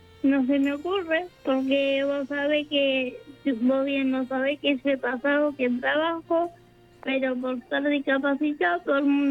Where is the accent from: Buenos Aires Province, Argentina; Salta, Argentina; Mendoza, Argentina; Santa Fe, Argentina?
Buenos Aires Province, Argentina; Munro